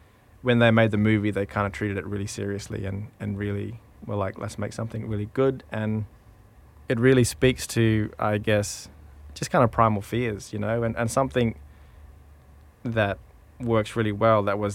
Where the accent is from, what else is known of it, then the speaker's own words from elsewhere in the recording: Broome, Western Australia, Australia; Yeah, well, I guess, you know, being a child of the 90s, our parents were a bit different to the parents now.